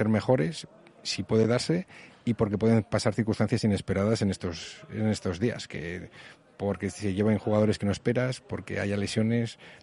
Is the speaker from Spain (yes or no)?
yes; Pamplona, Navarre, Spain; born there; creo que de Osasuna está claro que viene de serie, porque soy nacido en Pamplona, jugador de la cantera desde los 11 hasta los 29 años.